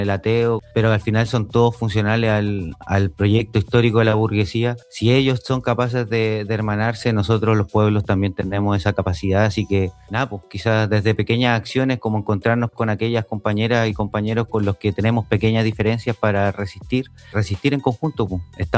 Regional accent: Chile; porque no podemos permitir que una gran victoria que como chilenos no tuvimos, se quede en el olvido.

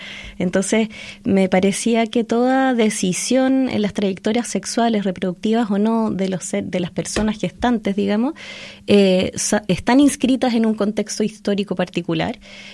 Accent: Chile; moved away; Bueno, yo vengo de Chile

